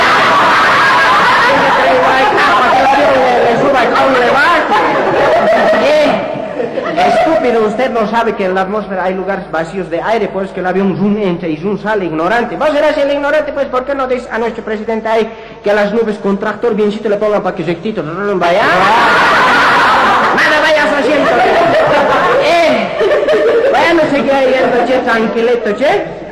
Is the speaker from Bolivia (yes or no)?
yes; Bolivia